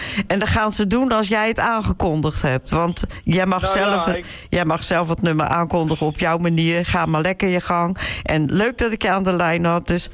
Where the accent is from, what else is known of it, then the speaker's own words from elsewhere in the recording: Netherlands; now in Vlaardingen, Netherlands; Maar wij zijn Nederlanders